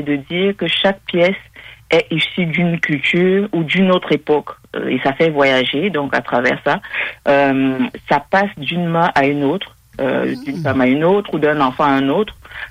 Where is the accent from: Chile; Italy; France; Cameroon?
Cameroon; now in Quebec City, Canada; Je suis originaire du Cameroun